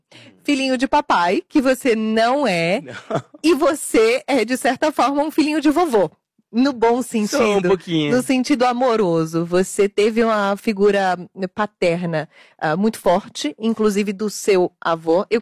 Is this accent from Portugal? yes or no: yes; Portugal; now in Brazil; minha mãe no Porto, em Portugal, eu sou portuguesa, meu pai aqui no Brasil, ele é brasileiro.